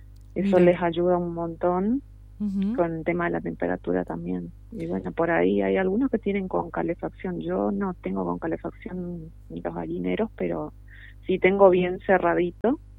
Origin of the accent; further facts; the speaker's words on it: Misiones, Argentina; now in Tolhuin, Argentina; Nosotros con mi esposo somos de Misiones.